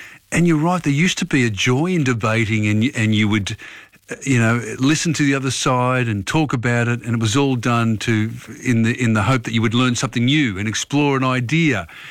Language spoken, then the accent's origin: English; Australia; We're Australian